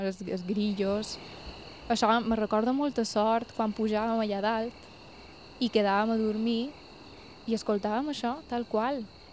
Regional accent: Sant Jordi, Balearic Islands, Spain; born there; now in Sant Ferriol, Spain; Jo mateixa, que vaig néixer l'any 98 a Sant Jordi i actualment visc a Sant Ferriol. Per tant, he canviat de barri i també de sons.

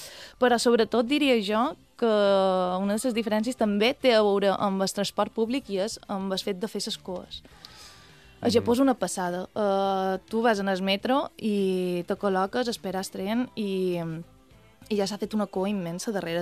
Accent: Balearic Islands, Spain; I clar, quan me demanaven exactament d'on, jo li deia, bé, sóc d'una illa d'Espanya, sóc de Mallorca, i curiosament, bé, no ho coneixien, però uh-huh.

